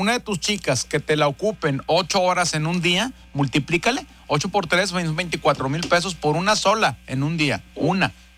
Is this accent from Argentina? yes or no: no; Puebla, Mexico; now in Monterrey, Mexico; yo no soy de aquí, yo soy de Puebla